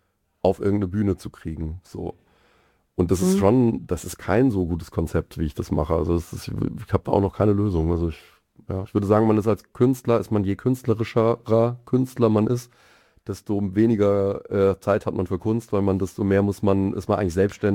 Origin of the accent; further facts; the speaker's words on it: Mainz, Rhineland-Palatinate, Germany; moved away as an adult; now in Mannheim, Germany; Ich bin Mainzer eigentlich und bin halt vor jetzt bald 20, also 2008, na gut, noch nicht ganz 20 Jahre, aber geht auf die 20 Jahre, halt zum Studieren dann eben an die Popakademie gekommen.